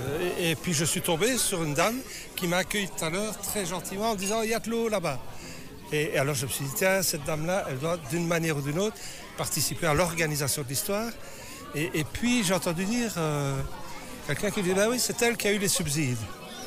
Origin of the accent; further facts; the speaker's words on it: Liège, Wallonia, Belgium; now in Gaume, Belgium; Moi, je viens de Liège